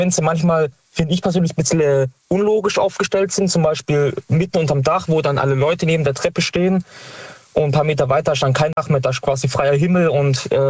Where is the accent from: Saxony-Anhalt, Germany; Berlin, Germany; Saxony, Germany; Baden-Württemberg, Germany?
Baden-Württemberg, Germany; Stuttgart; Okay, bei uns in Stuttgart an den Haltestellen ist ja eh, wer mit der S-Bahn fährt und so weiter